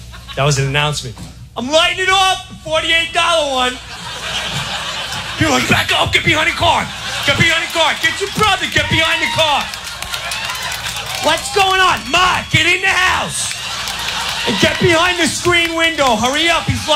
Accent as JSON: {"language": "English", "town": "Long Island", "region": "New York", "country": "United States", "tie": "born or raised there", "said": "I don't know how the state is here, but where I grew up in Long Island, you had to know someone to get fireworks."}